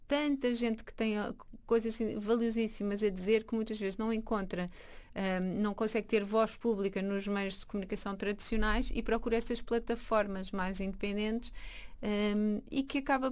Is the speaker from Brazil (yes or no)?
no; Portugal